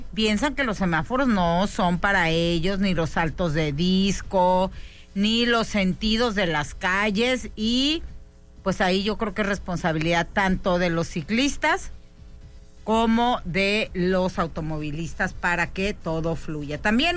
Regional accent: Mexicali, Baja California, Mexico; soy de Mexicali, vivo muy a gusto aquí, no tengo pensado irme a vivir a Alaska ni a ningún otro lugar.

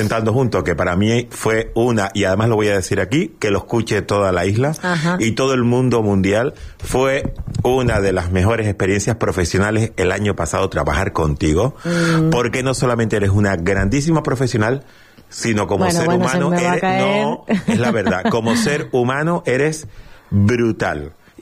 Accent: Canary Islands, Spain; aunque todos somos canarios y todos estamos aquí por luchar.

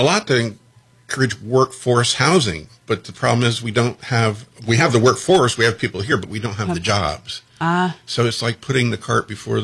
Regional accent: Fort Lauderdale, Florida, United States; Growing up in Fort Lauderdale, when I first moved there in the early mid '60s, you know, it was farmland and cow pastures, open spaces.

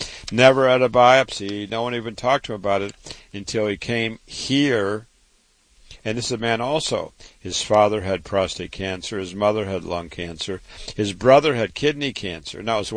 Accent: Waterloo, Iowa, United States; born or raised there

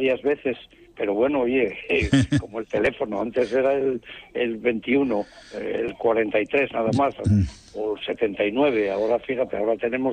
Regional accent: Asturias, Spain; also born or lived in El Entrego; now in Oviedo, Spain; Somos llambiones, los asturianos

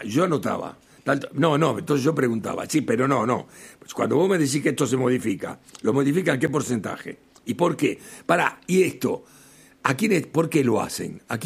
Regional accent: San Telmo, Buenos Aires, Argentina; born there; San Telmo los sábados, y a Boca, yo nací en San Telmo.

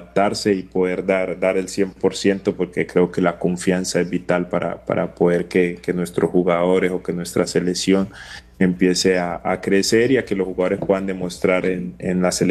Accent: Cali, Valle del Cauca, Colombia; Soy caleño y me encanta la salsa

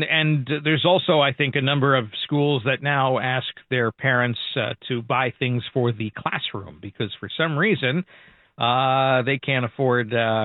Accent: New York, United States; moved away as an adult; now in Fort Lauderdale, United States; I grew up in New York. I've been in Florida for 20 years.

